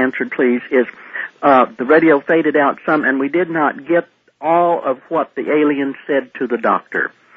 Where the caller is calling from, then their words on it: Texarkana, Texas, United States; I'm calling from Texarkana, Texas.